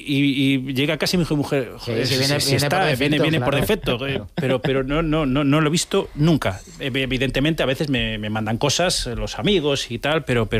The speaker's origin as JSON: {"language": "Spanish", "town": "Vigo", "region": "Galicia", "country": "Spain", "said": "Si soy de Vigo"}